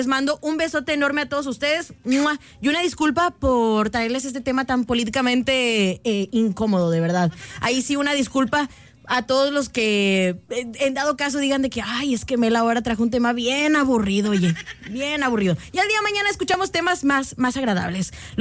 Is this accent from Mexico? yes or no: yes; Mexico; pues también mencionar que como mexicanos, yo estoy segura que me van a dar la razón en este punto